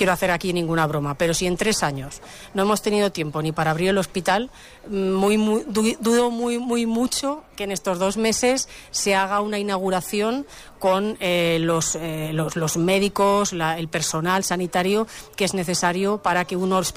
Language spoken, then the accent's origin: Spanish; La Zaida, Aragon, Spain; born there; lo viviré seguramente ya en mi pueblo, estaré ya en la Zaida